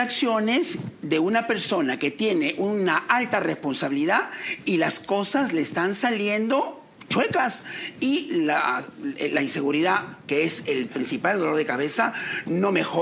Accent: Peru; Seamos conscientes como ya peruanos.

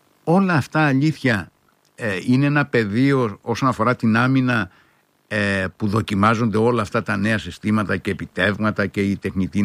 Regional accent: Ierapetra, Crete, Greece; moved away; στην ιδιαίτερη πατρίδα μου, την, ή μάλλον ένα από τους ιδιαίτερους τόπους της Κρήτης που μεγάλωσα, την Ιερά Πέτρα

